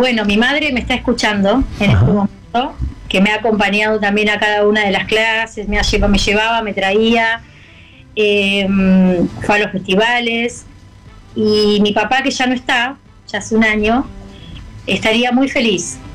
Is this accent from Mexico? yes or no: no; Rosario, Santa Fe, Argentina; qué mejor que tener mi propia academia en mi ciudad natal.